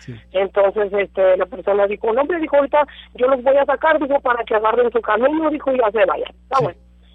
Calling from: Matamoros, Tamaulipas, Mexico; somos de aquí de Matamoros

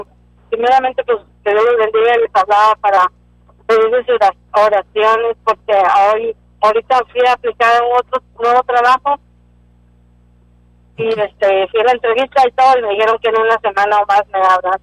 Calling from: Alton, United States; de acá de Alton.

